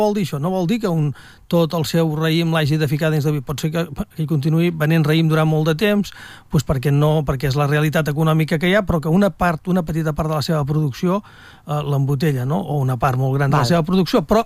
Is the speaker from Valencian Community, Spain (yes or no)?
no; Catalonia, Spain; som catalans